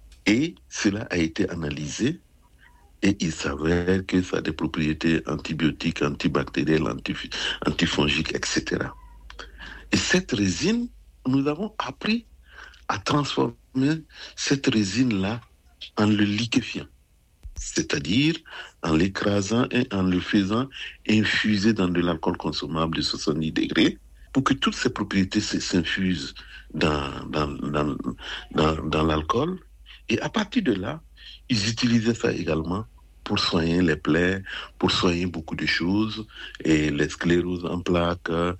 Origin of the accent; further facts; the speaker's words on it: Burkina Faso; mes amis même étaient même venus chez moi au Burkina